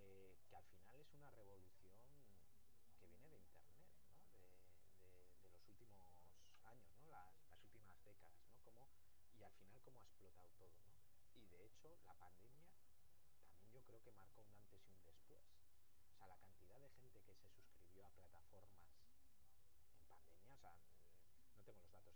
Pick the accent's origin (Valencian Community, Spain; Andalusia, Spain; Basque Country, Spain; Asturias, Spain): Basque Country, Spain; Bilbao; Mejor que somos de Bilbao.